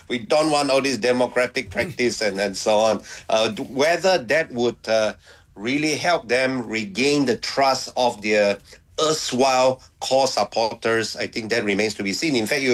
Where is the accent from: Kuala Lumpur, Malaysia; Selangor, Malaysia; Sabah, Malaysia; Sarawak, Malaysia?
Sabah, Malaysia; my home state of Sabah